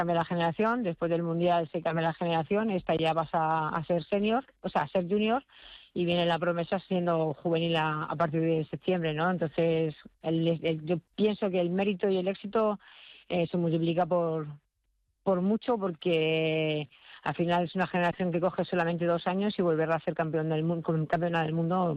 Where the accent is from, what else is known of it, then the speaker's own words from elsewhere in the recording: Alcalá de Henares, Community of Madrid, Spain; moved away as an adult; also born or lived in Almería / Elche / Germany; yo soy de Alcalá de Henares.